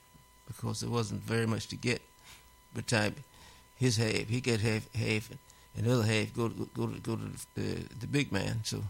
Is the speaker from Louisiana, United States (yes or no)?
no; Swainsboro, Georgia, United States; also born or lived in Florida; now in Philadelphia, United States; I was born in Swainsboro, Georgia.